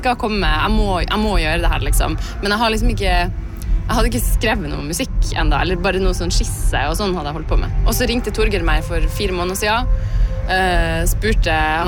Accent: Alta, Finnmark, Norway; now in Oslo, Norway; jeg bor jo i Oslo nå. Men jeg er så sykt glad for at jeg har vokst opp i Alta.

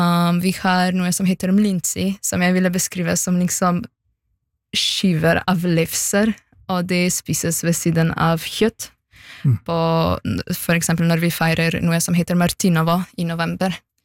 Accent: Slovenia; moved away; jeg synes at slovenere, når jeg sammenligner dem med nordmenn, så er vi ikke like patriotiske som nordmenn.

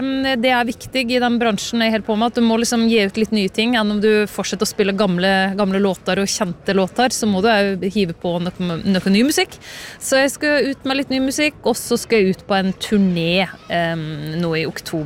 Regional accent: Edland, Vestfold og Telemark, Norway; Jeg vokste opp I Edland, øvst I Vinje kommune

